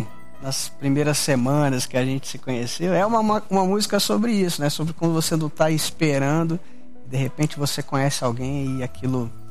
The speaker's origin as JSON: {"language": "Portuguese", "region": "Minas Gerais", "country": "Brazil", "said": "E eu fico muito honrado, porque eu sou mineiro, assim como ele."}